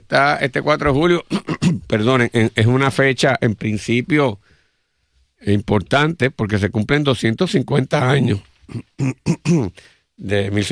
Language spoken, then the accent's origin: Spanish; Puerto Rico; Te fui por primera vez que salí de Puerto Rico, para que tú veas.